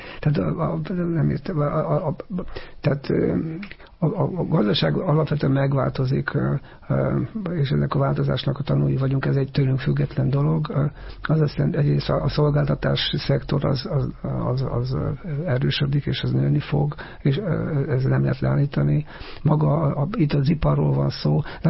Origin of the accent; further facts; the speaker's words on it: Zalaegerszeg, Zala, Hungary; van egy vonal, ugye, amit én ismerek, mert zalaegerszegi vagyok, és az zalaegerszeg mellett megy az a vonal